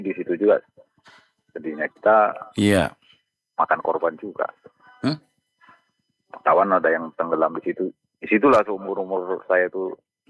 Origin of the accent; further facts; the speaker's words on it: North Sumatra, Indonesia; now in Langkat, Indonesia; Cuman kalau di kampung saya sendiri Sungai Ular.